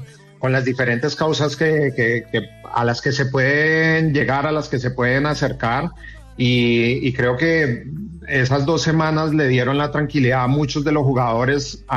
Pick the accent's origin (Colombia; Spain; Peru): Colombia; Bogotá; now in Cali, Colombia; Bueno, primero, yo soy de Bogotá, pero amo Cali, me fui muy joven para allá